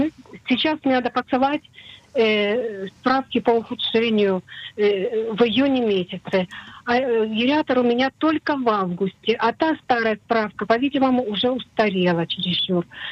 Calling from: Tel Aviv, Tel Aviv District, Israel; из Тель-Авива. Мне 78 лет.

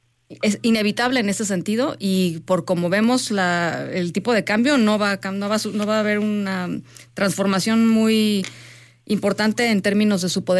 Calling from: Tijuana, Baja California, Mexico; de Tijuana.

